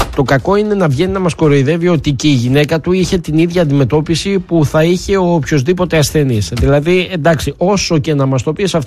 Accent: Greece; Δεν αποδεικνύουμε και ιδιαίτερα ότι είμαστε Έλληνες.

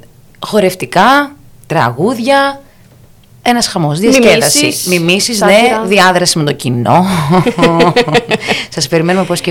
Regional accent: Heraklion, Crete, Greece; moved away as an adult; also born or lived in Athens; ήμουν στην Αθήνα 7 χρόνια και επέλεξα να επιστρέψω να κάνω πολιτισμό στον τόπο μου.

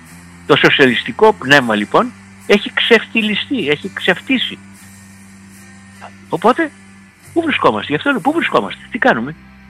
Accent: Macedonia, Greece; Μακεδόνες. Εκεί γεννηθήκαμε, εκεί μεγαλώσαμε.

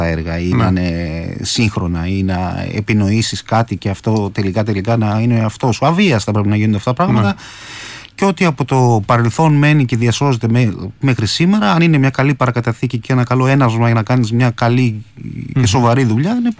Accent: Tinos, South Aegean, Greece; born or raised there; also born or lived in Athens

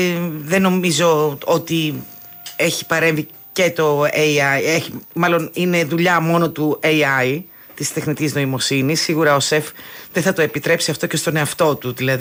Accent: Kalamata, Peloponnese, Greece; Ναι, είμαι από την Καλαμάτα

